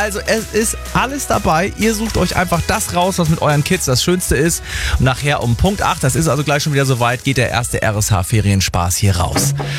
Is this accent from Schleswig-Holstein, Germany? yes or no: yes; Schleswig-Holstein, Germany; Das haut uns doch nicht um. Wir sind doch Schleswig-Holsteiner.